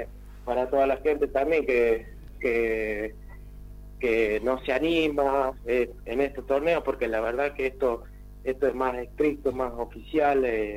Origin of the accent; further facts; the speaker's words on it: Catamarca, Argentina; moved away; yo soy nacido y criado en Catamarca